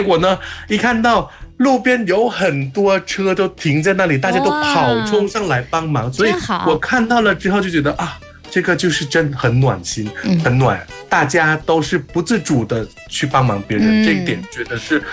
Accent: Thailand; Chinese is a second language

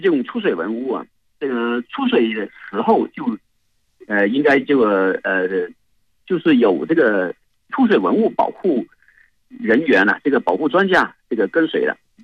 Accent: Guangzhou, Guangdong, China; 我是广州人。

